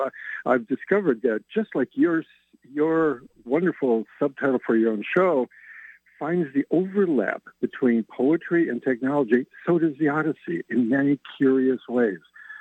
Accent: Michigan, United States; when I was a boy growing up outside Detroit

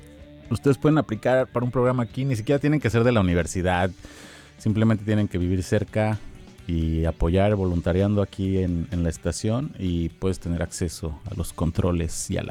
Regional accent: Antioquia, Colombia; somos Team Mojarra, Team Paisa. Yo, su servidor, soy un paisa.

